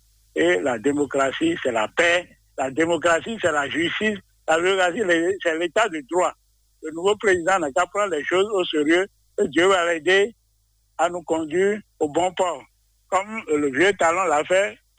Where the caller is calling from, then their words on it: Benin; Bon, chez nous, à Tinkpon